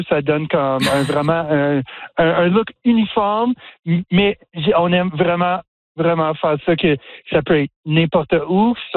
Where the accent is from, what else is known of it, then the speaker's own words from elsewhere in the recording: Ontario, Canada; also born or lived in Quebec / Maritimes; Tu sais, moi, je viens de l'Ontario, mm-hmm. passé beaucoup de temps au Québec, au Maritime